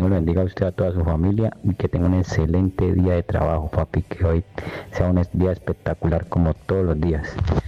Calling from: London, United Kingdom; Soy desde aquí, de Londres

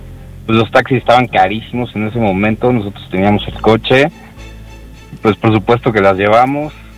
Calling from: Mexico City, Mexico; Estamos ahorita en el barrio Bravo de la Nápoles.

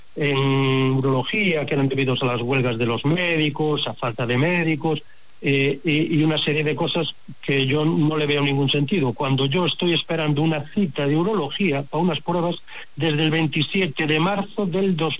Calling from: Pontevedra, Galicia, Spain; De Pontevedra.

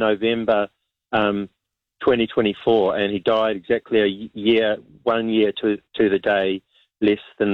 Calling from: Auckland, New Zealand; I said I was talking from Auckland, and he said he'd love to do a trip to Auckland

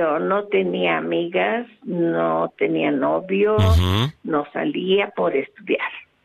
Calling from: Santiago del Estero, Argentina; de Santiago del Estero.

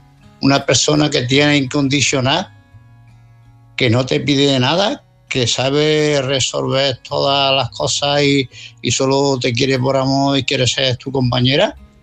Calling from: Málaga, Andalusia, Spain; de Málaga.

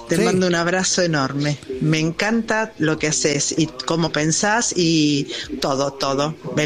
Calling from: Buenos Aires, Argentina; de Villa Ortúzar.

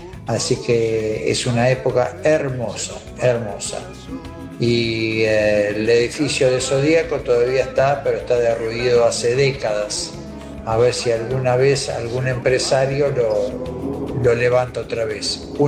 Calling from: Caballito, Buenos Aires, Argentina; Hola, tiburón … de Caballito.

